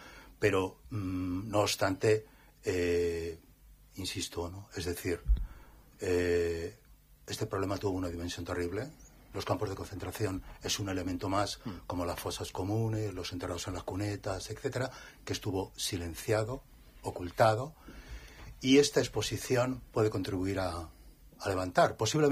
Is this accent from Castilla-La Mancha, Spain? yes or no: yes; Esquivias, Castilla-La Mancha, Spain; born there; en la zona de Toledo, en un pueblito, Esquivias, mi pueblo, pueblo hermanado con Alcalá de Henares